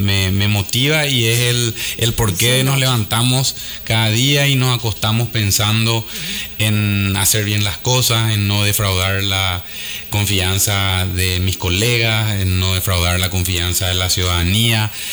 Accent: Paraguay; creer en nosotros mismos como paraguayos

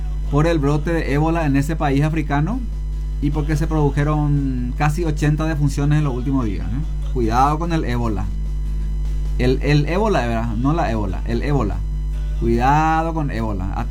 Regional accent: Paraguay; me sentí muy, muy honrado como paraguayo

